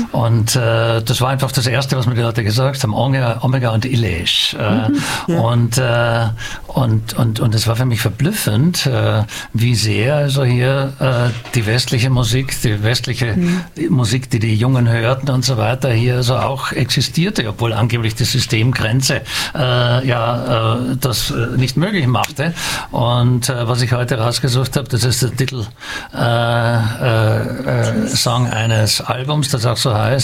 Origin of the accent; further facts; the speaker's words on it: Graz, Styria, Austria; ich bin aus Graz ursprünglich